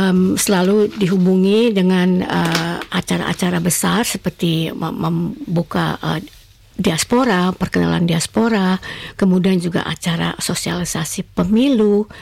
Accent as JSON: {"language": "Indonesian", "country": "Indonesia", "lives_now": "Australia", "said": "yang memang ingin menjalin hubungan kita dari Indonesia, mm-hmm, dengan juga dari Australia karena kita tinggal di Australia"}